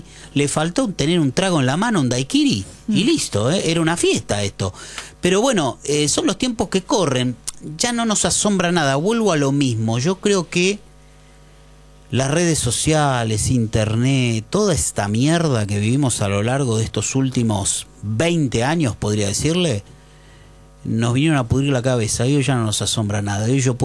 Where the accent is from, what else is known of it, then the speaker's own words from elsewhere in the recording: Argentina; los argentinos somos de siempre andar comparando.